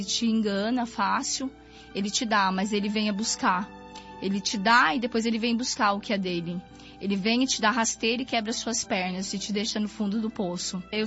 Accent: Bom Jesus dos Perdões, São Paulo, Brazil; sou de uma cidade do interior de Bom Jesus Perdões, uma cidade pequena

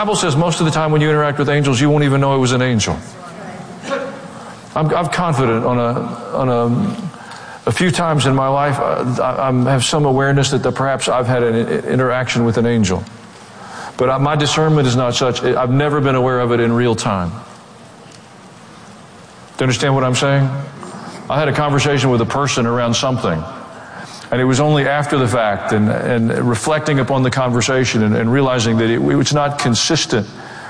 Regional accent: the South, United States; But I was raised in the South, and I was afraid if I said to her what I thought that my mother would materialize and I would be in trouble.

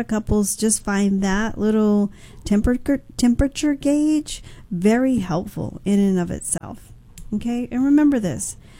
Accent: New Orleans, Louisiana, United States; we're going from New Orleans, Louisiana

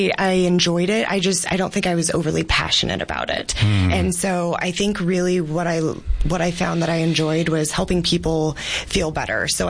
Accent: Yuma, Arizona, United States; I am. So born and raised in Yuma.

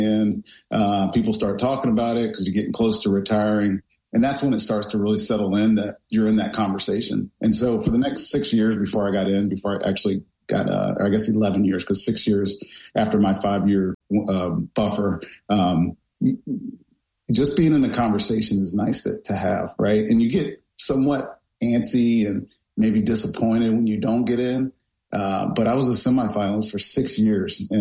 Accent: Roanoke, Virginia, United States; also born or lived in Blacksburg, Virginia / Charlottesville; So I grew up in Roanoke, Virginia. I was actually born in Blacksburg, outside of Virginia Tech. My mom and dad went to school at Tech. So grew up in Roanoke, then went to Charlottesville.

